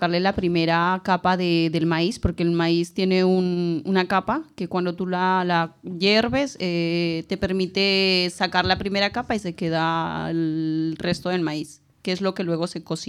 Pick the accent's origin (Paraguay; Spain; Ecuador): Ecuador; Loja; Yo que soy de Loja, sí. Recuerdo que era comida eso.